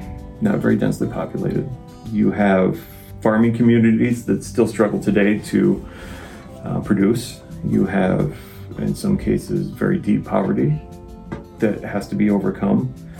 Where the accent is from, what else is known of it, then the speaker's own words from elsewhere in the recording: New York, United States; I was born in the Adirondacks of New York State, so way upstate, very small town, graduating class of 15. And it was one of those small towns where you certainly know everybody in your class.